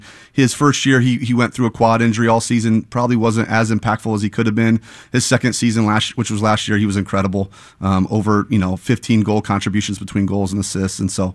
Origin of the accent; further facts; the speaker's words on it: Ohio, United States; moved away as an adult; also born or lived in Tulsa, Oklahoma / Portland, Oregon; now in Kansas City, United States; I was born and raised in Ohio, so this is what I know. It's what I relate to, and so we love living in Kansas City.